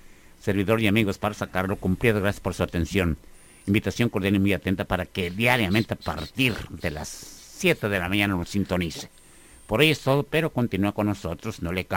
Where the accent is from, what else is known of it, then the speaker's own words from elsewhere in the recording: Mexico; Yo soy mexicano